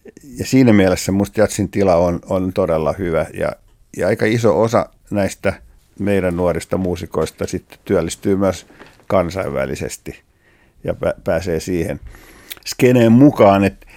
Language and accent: Finnish; Pori, Satakunta, Finland; Ja mä oon myöskin kotikaupungistani Porista kuullut sen sukupolven muusikoilta.